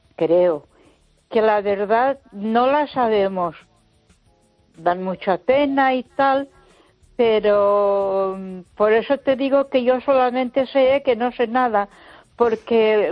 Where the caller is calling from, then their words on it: Ponferrada, Castile and León, Spain; de Ponferrada.